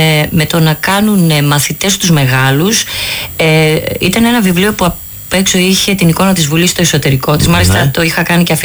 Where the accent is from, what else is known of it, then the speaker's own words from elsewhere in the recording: Agioi Anargyroi, Attica, Greece; also born or lived in Boston; Εγώ μεγάλωσα στους Αγίους Αναργύρους. Ναι. Έχω γεννηθεί εκτός Ελλάδος, έχω γεννηθεί Αμερική.